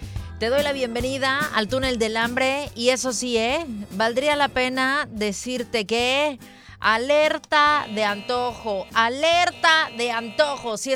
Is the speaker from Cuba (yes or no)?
no; Mexico; como los mexicanos solemos hacerlo